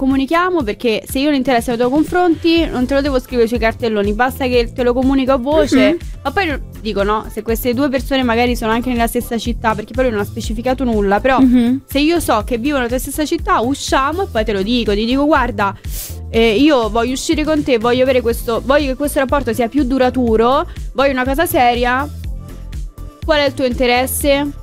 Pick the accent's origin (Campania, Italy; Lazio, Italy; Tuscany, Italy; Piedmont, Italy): Lazio, Italy; Rome; loro stanno a Roma, noi siamo di Roma, parliamo di un posto X bello a Roma